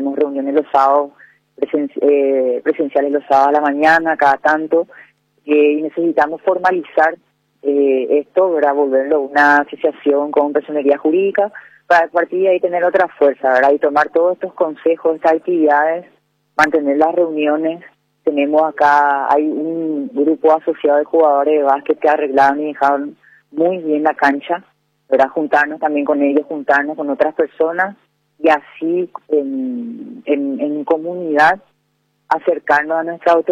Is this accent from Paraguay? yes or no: yes; Asunción, Paraguay; O sea, nosotros somos usuarios de este parque, pero somos ciudadanos de Asunción. Y todo lo que funciona en Asunción nos importa.